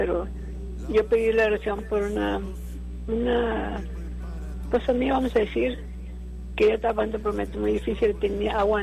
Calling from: Olmito, Texas, United States; De Olmito.

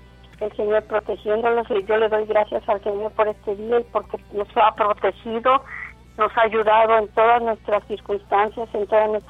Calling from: Nuevo Progreso, Tamaulipas, Mexico; Hablo de Nuevo Progreso

